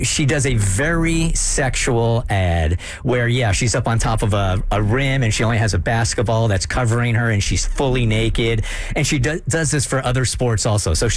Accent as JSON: {"language": "English", "region": "California", "country": "United States", "lives_now": "Atlanta, United States", "said": "As much as I'm from California, so I'm always going to be a Chargers fan."}